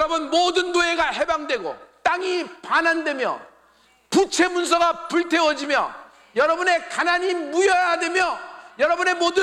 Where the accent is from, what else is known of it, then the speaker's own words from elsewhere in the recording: South Korea; 그러면 나는 한국인입니다. 난 유대인이 아니에요.